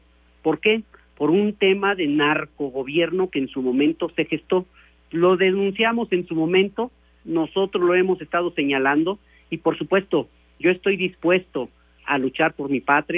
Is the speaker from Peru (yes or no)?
no; Irapuato, Guanajuato, Mexico; born there; La verdad, a mí sí me duele mucho lo que está sucediendo en Irapuato, donde yo nací, donde quizá mucha gente que nos está escuchando nació